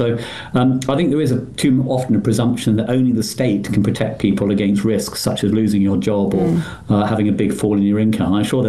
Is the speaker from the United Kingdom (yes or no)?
yes; United Kingdom; now in France; I regard myself as British. So even if I'm a British person living in France, I want to retain my British citizenship.